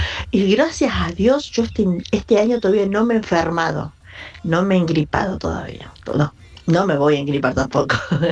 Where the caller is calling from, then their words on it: Santa Fe, Argentina; acá de Antron Santa Fe